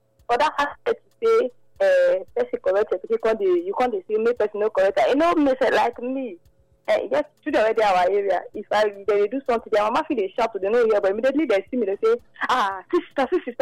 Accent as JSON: {"language": "English", "country": "Nigeria", "said": "Yes, this one … from Nigeria."}